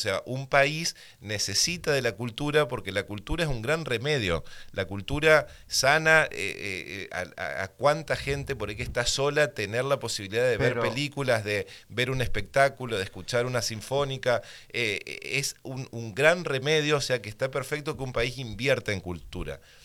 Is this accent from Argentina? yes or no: yes; Argentina; nosotros como argentinos